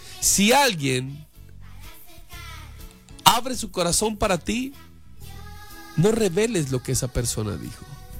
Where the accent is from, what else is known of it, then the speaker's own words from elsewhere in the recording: Valle del Cauca, Colombia; now in Ibagué, Colombia; Me interpretaron mal porque yo soy del Valle y en el Valle hablamos así, y en el Tolima hablan diferente, y en Fresno hablamos de una forma, pero acá en Ibagué de otra.